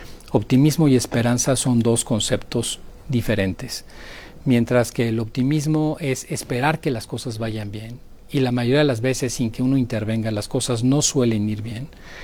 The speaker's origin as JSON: {"language": "Spanish", "country": "Mexico", "tie": "born or raised there", "said": "Yo, para definir quién soy, tengo que definir que nací en México, tengo que definir que aquí crecí, tengo que definir que he cantado el himno nacional"}